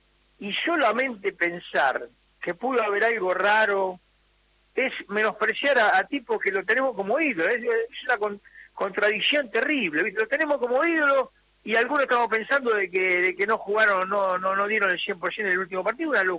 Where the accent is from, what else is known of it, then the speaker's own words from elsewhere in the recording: Argentina; primero como argentino me enorgullezco de que nosotros tengamos un tipo